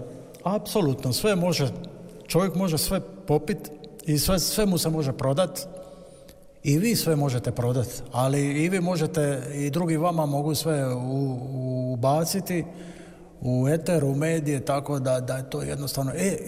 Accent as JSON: {"language": "Croatian", "country": "Croatia", "said": "jer ipak ja sam Hrvat, tako se osjećam, nisam u Španjolskoj, nisam u Argentini, ja se osjećam hrvatski"}